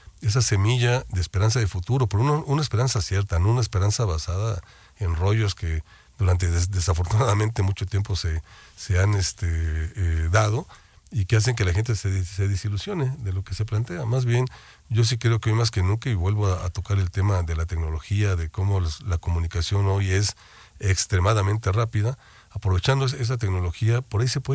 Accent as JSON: {"language": "Spanish", "country": "Mexico", "said": "nos hermana como mexicanos"}